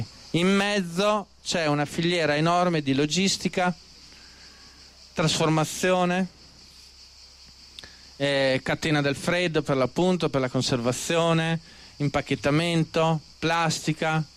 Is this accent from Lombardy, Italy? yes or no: no; Trentino-Alto Adige, Italy; Io vengo dal Trentino, c'è una valle, la Val di Gresta, che è l'emblema della produzione biologica.